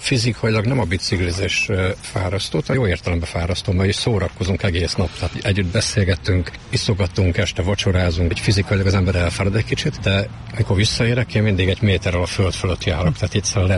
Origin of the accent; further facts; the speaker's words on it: Budapest, Hungary; Budapestről jöttem.